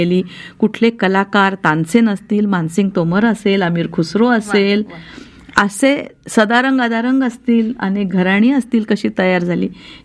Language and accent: Marathi; Maharashtra, India; तर मग मी आहे मूळची तिथलीच.